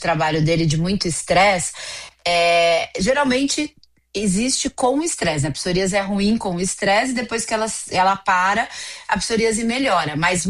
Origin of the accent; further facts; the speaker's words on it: Araraquara, São Paulo, Brazil; eu sou de Araraquara, minha família inteira é de Araraquara